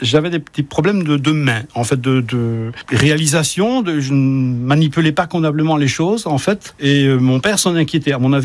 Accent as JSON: {"language": "French", "country": "Belgium", "moved": "yes", "lives_now": "Montélimar, France", "said": "je suis belge d'origine"}